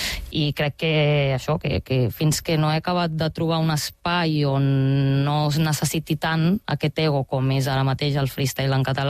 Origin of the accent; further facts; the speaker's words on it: Barcelona, Catalonia, Spain; vaig a batalles de freestyle al meu barri, a Sant Andreu